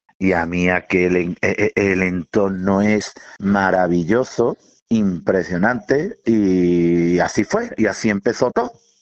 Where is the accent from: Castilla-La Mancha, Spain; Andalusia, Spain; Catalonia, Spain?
Andalusia, Spain; Belén, Málaga; Yo soy de Belén, Málaga.